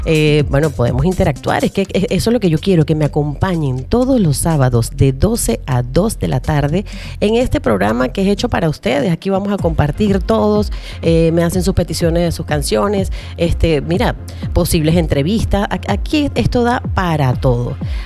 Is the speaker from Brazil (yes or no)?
no; Venezuela; ya todos saben que soy venezolana de pura cepa, soy un poco ochentosa, yo soy modelo 72, yo soy adolescente del siglo pasado